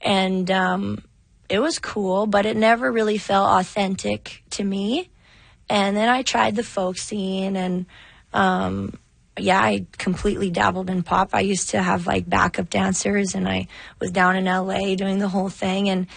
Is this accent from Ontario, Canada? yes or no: no; St. Albert, Alberta, Canada; moved away; Well, I'm from Edmonton, St. Albert, actually. And I moved here 4 years ago to chase my dreams.